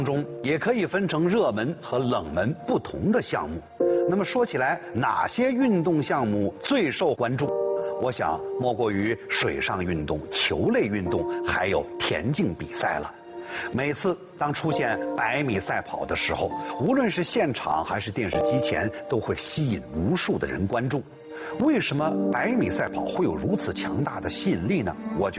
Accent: China

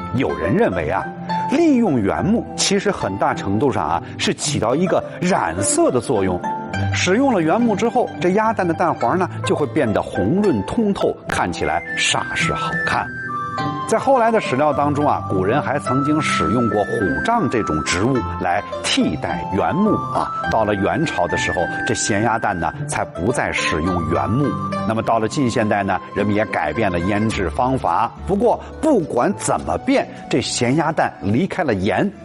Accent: China; 我们中国人

